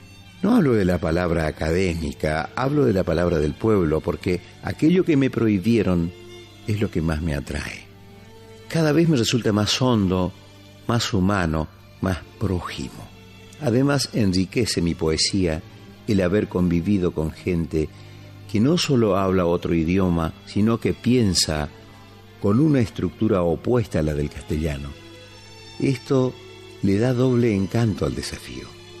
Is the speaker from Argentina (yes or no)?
yes; Itatí, Corrientes, Argentina; Con Pocho hicimos … la que escribo sobre algunos oficios desaparecidos, como el del aguatero, el campanero, el farolero, todos personajes de mis recuerdos de Itatí.